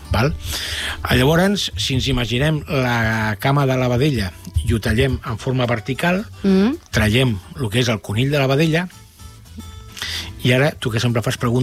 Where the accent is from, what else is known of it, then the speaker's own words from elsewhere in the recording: Cervelló, Catalonia, Spain; la setmana passada va ser fira al meu poble, a Cervelló.